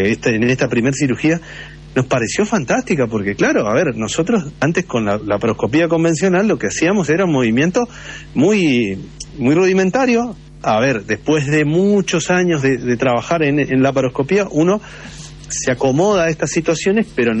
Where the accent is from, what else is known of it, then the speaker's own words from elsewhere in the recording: Chaco, Argentina; born there; also born or lived in Buenos Aires; now in Reconquista, Argentina; yo soy nacido en el Chaco, estudiado en Buenos Aires y hice toda mi formación quirúrgica allá también. Y bueno, y ahora me mudé hace 5 años acá, ya un poquito más de 5 años a Reconquista